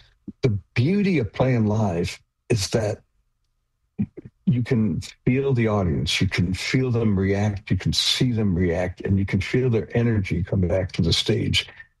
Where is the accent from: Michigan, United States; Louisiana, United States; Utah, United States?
Michigan, United States; Detroit; We're nine people from Detroit, and we do speak the musical language of our hometown.